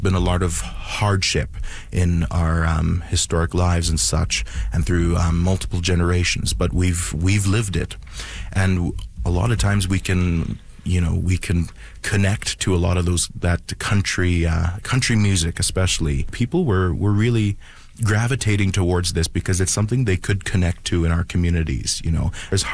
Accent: Sucker Creek, Alberta, Canada; I'm from Sucker Creek, but Big Stone is, I have lots of family from there.

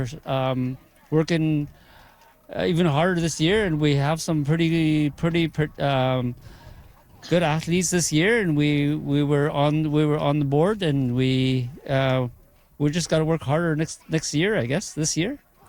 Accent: Fort Providence, Northwest Territories, Canada; I'm from Fort Providence, Degas School.

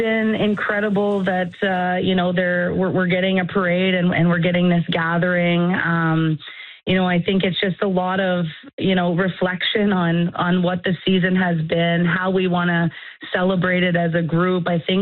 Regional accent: Nova Scotia, Canada; now in Montreal, Canada; I you know, didn't grow up in Montreal. I grew up in Nova Scotia

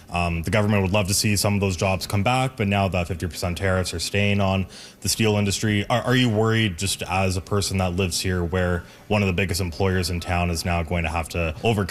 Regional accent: Canada; What's your response to that just as a Canadian as well? Well, when you see the leader of our only neighboring country have words like that?

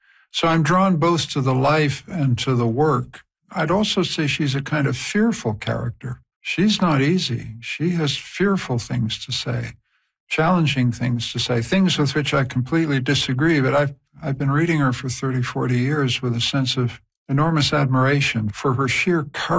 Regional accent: Canada; now in Vienna, Austria

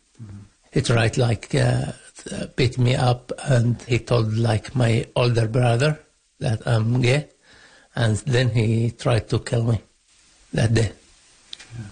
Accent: Yemen; moved away as an adult; now in Winnipeg, Canada; I'm 36 years old. I'm from Yemen. I moved here last year. I attend the Pride here in Winnipeg

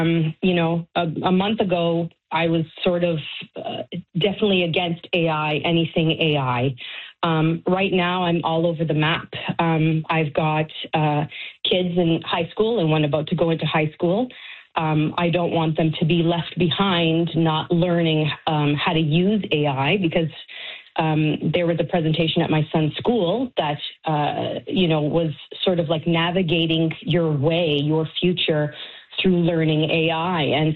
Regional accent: Canada; So we're, you know, as a population, as a Canadian, we're just sort of, we don't know where to look and how to feel about this

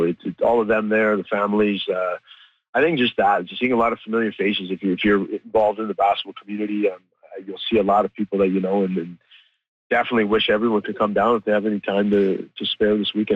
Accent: Canada; we all kind of went through these experiences being Sikh Canadian

